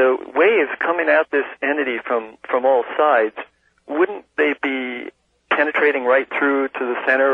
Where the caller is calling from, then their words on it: Petaluma, California, United States; All right. Petaluma.